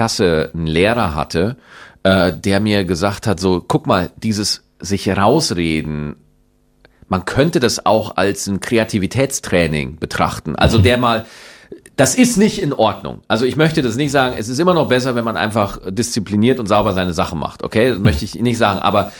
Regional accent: Schwarzach, Bavaria, Germany; Also ich bin in Schwarzach zur Schule gegangen. Also es ist wirklich ein bayerisches Dorf.

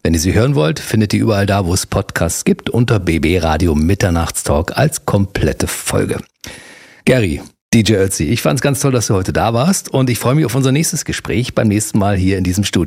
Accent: Austria; ich sage immer als Österreicher

